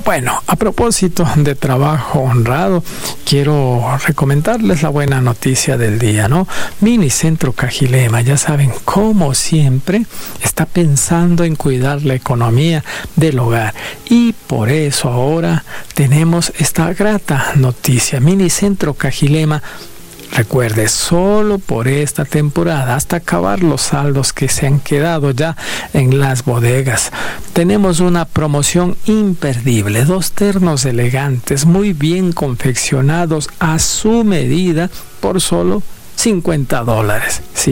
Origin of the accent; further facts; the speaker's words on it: Ecuador; Y este gráfico de lo que somos los ecuatorianos. ¿De dónde vengo? Sí, de la mitad del mundo. Vengo de la serranía, vengo del litoral, de la Amazonía, del archipiélago.